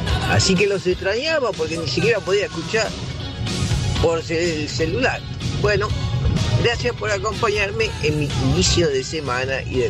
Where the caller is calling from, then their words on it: Floresta, Buenos Aires, Argentina; Buenos días, Caro, soy … de Floresta.